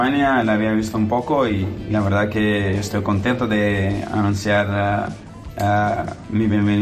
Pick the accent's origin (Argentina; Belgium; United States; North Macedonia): North Macedonia; now in Valencia, Spain; En Macedonia, en mi país